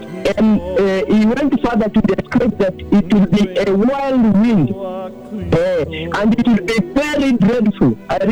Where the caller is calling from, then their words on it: Koibatek, Kenya; I'm calling live from Koibate, Timboroa region.